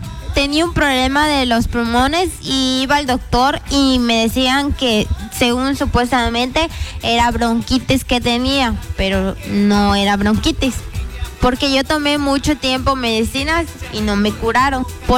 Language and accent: Spanish; Felipe Carrillo Puerto, Quintana Roo, Mexico; Yo vengo de Carrillo Puerto.